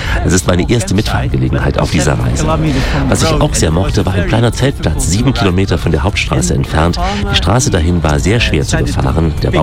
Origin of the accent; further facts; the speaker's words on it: Netherlands; German is a second language; ich komme aus Niederlanden und ich fahre mit meinem Fahrrad hier.